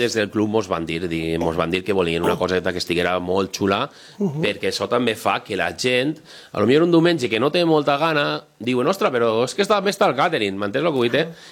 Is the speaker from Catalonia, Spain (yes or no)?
no; Cocentaina, Valencian Community, Spain; nosaltres, independentment de que som de Cocentaina, així en Alcoy és una barbaritat la gent que mos quidra